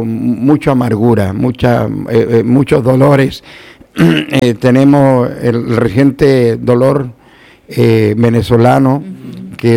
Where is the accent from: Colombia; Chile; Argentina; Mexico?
Argentina; Entonces esas amarguras te llegan a ti como persona, como argentina. Argentina es un país muy grande, muy hermoso, muy de piel.